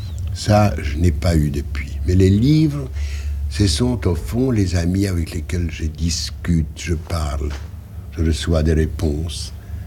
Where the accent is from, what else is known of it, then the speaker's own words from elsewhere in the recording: Poland; French is a second language; now in United States; Je suis polonais